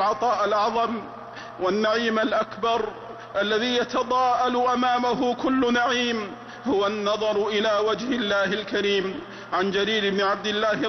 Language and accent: Arabic; Saudi Arabia; واحفظ بلادنا المملكة العربية السعودية